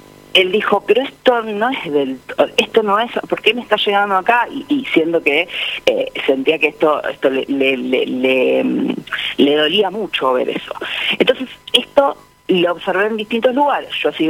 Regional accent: Argentina; me odian ahora que soy argentina, ¿no?

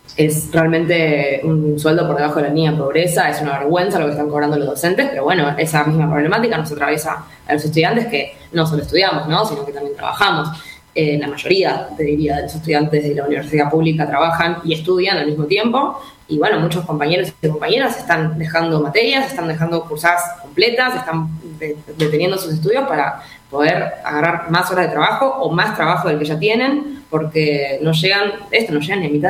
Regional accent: Buenos Aires, Argentina; yo soy de CABA

